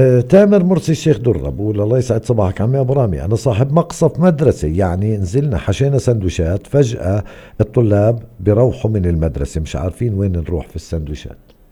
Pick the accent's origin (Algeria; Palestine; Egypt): Palestine; احنا كفلسطينيين